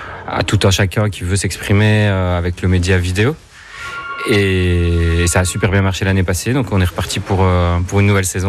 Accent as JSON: {"language": "French", "country": "Belgium", "moved": "as an adult", "lives_now": "Creuse, France", "said": "je suis belge"}